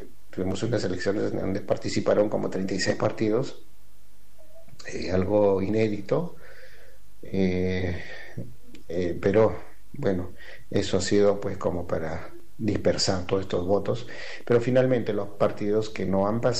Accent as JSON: {"language": "Spanish", "region": "Puno", "country": "Peru", "said": "Yo soy aymara, por si acaso, soy de Puno y de la frontera con Bolivia."}